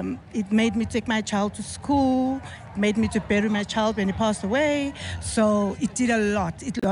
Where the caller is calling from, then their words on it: Vosloorus, Gauteng, South Africa; from Vosloo.